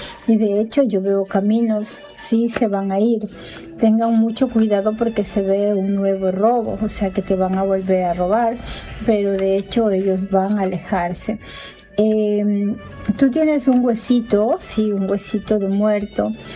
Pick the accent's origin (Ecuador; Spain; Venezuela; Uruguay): Ecuador